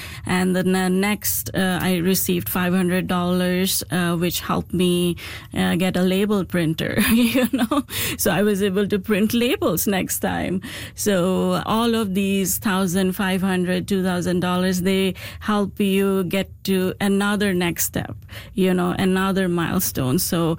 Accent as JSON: {"language": "English", "country": "India", "moved": "yes", "said": "I come from India. Dairy is like a big part of our life."}